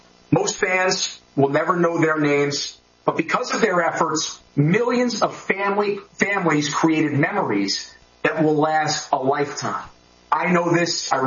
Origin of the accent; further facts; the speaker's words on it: New York, United States; I'm happy to go give you the pizza tour recommendation as a New Yorker more than anything.